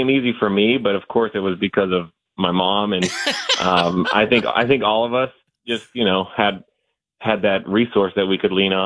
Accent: Tempe, Arizona, United States; growing up in Tempe

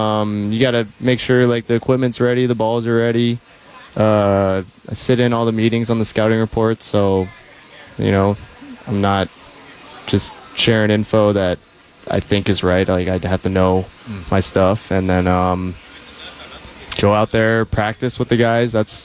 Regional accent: Japan; So I grew up in Japan and I speak some Japanese.

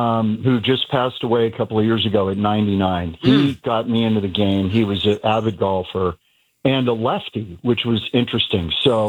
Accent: Bay Area, California, United States; I grew up in the Bay Area

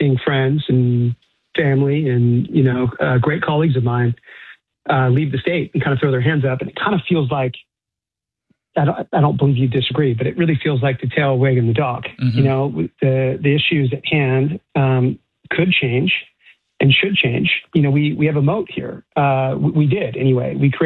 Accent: Washington, United States; Well, fundamentally, I grew up here. You know, this is my, I'm a Washingtonian. I grew up in Key Harbor and went to UW.

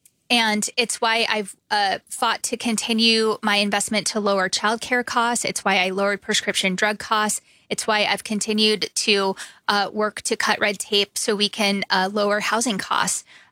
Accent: Arizona, United States; I grew up here in Arizona.

